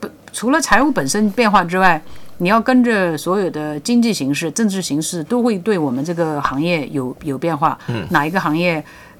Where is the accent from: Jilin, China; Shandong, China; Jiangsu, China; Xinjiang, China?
Jiangsu, China; moved away as an adult; now in Adelaide, Australia; 我是江苏人。